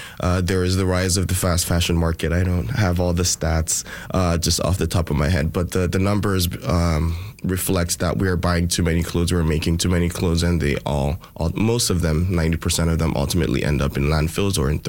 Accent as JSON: {"language": "English", "country": "Nigeria", "moved": "yes", "lives_now": "Winnipeg, Canada", "said": "I'm from Nigeria"}